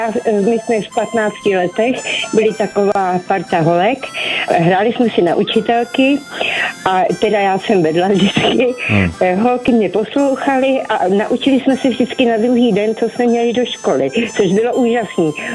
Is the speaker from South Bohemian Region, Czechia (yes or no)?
no; Verneřice, Ústí nad Labem Region, Czechia; now in Terezín, Czechia; z Terezína, pocházím z Vernežic a chci vám říct příběh.